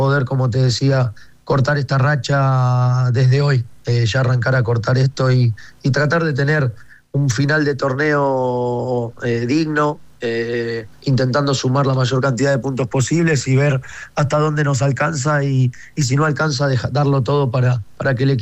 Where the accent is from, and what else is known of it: Argentina; moved away as an adult; now in Paraguay